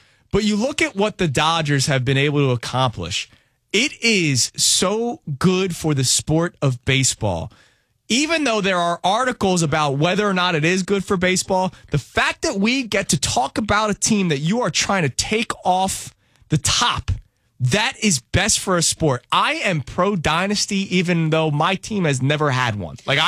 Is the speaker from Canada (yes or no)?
no; Philadelphia, Pennsylvania, United States; I'm from Philadelphia, so I know a lot of people that went to that event.